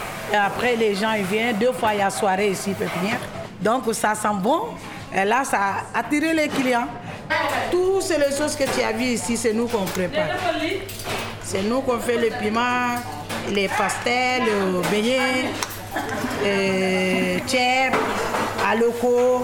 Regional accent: Senegal; now in France; je viens du Sénégal.

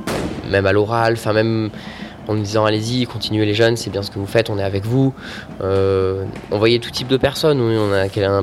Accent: Marseille, Provence-Alpes-Côte d'Azur, France; j'ai 27 ans et je suis de Marseille.

